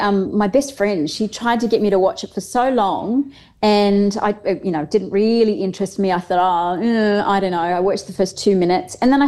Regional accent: Australia; I call it lobster being Australian

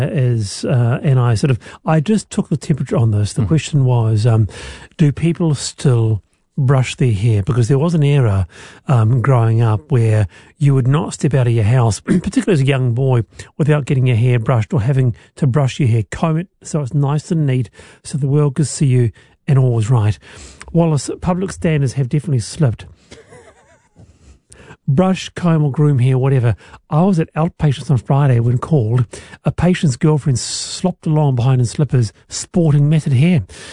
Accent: Nelson, New Zealand; born there; But when I was growing up in Nelson College

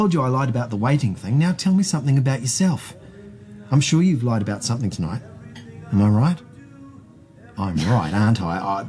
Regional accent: Auckland, New Zealand; now in Wellington, New Zealand; I moved here from Auckland and I just can't get used to the weather down here.

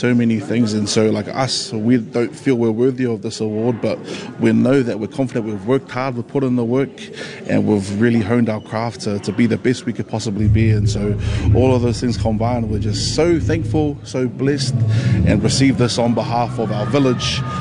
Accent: Wellington, New Zealand; Like, Auckland has so much talent, but because we're from Wellington too, we see the grassroots and we see how amazing our Pacifica people are in Wellington too

